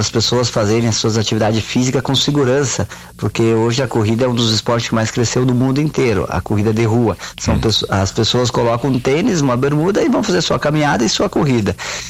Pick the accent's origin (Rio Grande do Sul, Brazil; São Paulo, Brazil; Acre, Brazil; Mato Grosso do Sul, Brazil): Rio Grande do Sul, Brazil; Nova Prata; moved away as an adult; also born or lived in Bagé; now in Veranópolis, Brazil; Eu saí de Nova Prata em 95.